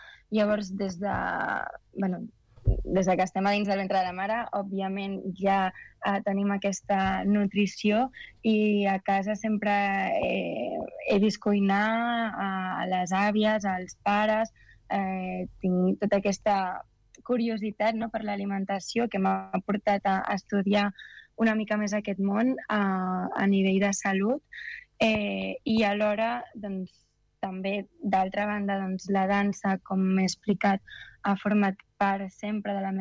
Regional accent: Mataró, Catalonia, Spain; moved away as an adult; now in Geneva, Switzerland; és la ciutat que t'ha vist créixer

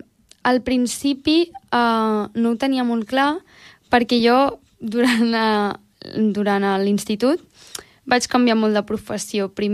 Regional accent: Tordera, Catalonia, Spain; also born or lived in Calella; tota la vida a Tordera

